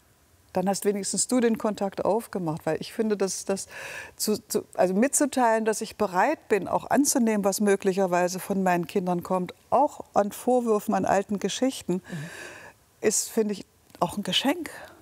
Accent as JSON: {"language": "German", "region": "East Germany", "country": "Germany", "said": "das konnte ich aber als Ossi nicht."}